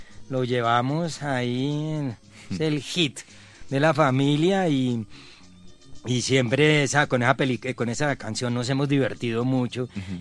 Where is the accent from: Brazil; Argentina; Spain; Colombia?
Colombia; born there; first language Czech; Spanish is a second language; also born or lived in Leipzig, Germany; cuando llegué acá a Colombia de niño.